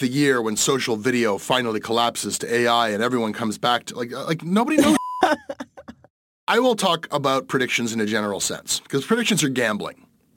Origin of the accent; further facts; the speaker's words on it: Canada; born there; I was lucky enough just to be born into, you know, being Canadian.